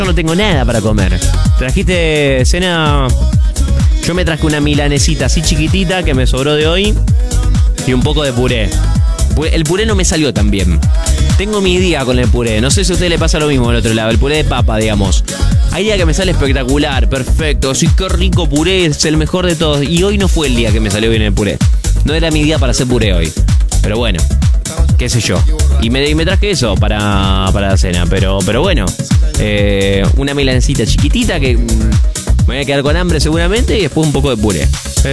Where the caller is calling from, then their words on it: San Pedro, Argentina; Buenas noches … de San Pedro.